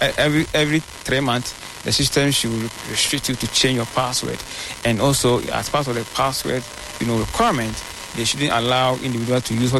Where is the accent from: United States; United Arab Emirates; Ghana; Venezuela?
Ghana; as a Ghanaian, I have realized that we don't take risks so seriously.